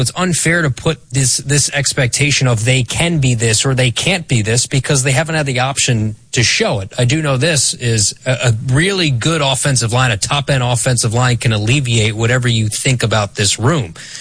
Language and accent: English; New Jersey, United States; I mean, I'm from New Jersey. Come on.